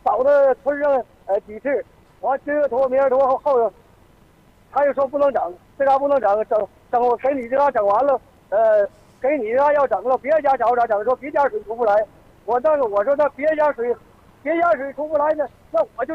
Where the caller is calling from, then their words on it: Linghai, Liaoning, China; 我是文定楼镇临海市文定楼镇蔡地楼村